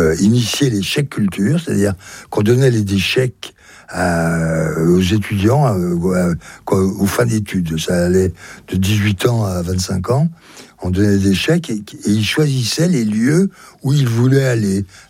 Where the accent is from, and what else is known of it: Belley, Auvergne-Rhône-Alpes, France; born or raised there